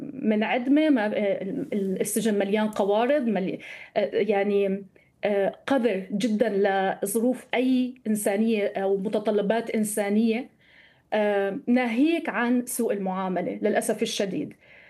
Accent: Syria; أقصى جملة سمعناها نحن كسوريين بعد التحرير

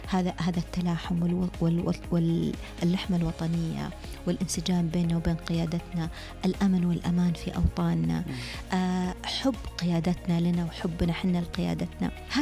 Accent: Saudi Arabia; من أين أنت، من أي بلد أنت؟ أقول لهم أنا سعودي، أنا سعودية.

